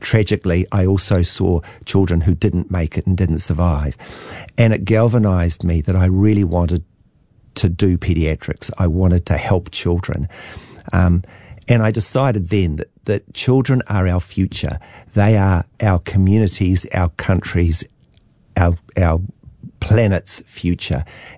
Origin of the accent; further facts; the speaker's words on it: Waiheke Island, Auckland, New Zealand; So I was a young lad growing up on Waiheke before Waiheke became famous. And then it was a community of about 4,000 people. The only access to Auckland was by a slow ferry, 2.5 hours each way. So we sort of stayed on Waiheke.